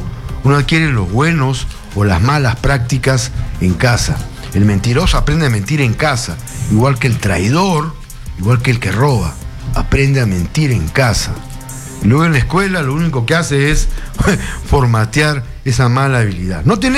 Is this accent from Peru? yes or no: yes; Peru